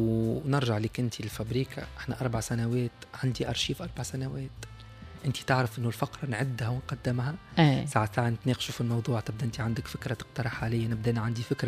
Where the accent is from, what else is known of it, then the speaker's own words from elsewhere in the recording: Tunisia; احنا مثلا عندنا في تونس